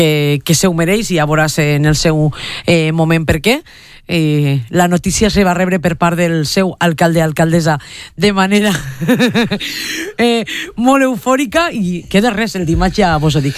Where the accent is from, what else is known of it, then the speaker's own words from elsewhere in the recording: la Vall d'Alba, Valencian Community, Spain; l'alcaldessa de tots els valldalbencs, perquè és el meu poble